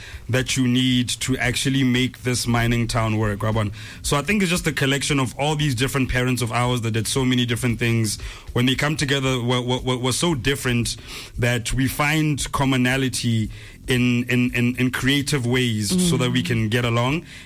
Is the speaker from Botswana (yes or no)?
yes; Selebi-Phikwe, Botswana; moved away; I grew up in Pico.